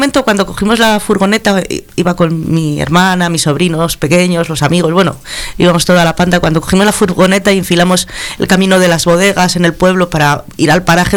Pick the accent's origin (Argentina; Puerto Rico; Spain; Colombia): Spain; Castile and León; para los que somos de tierra de campos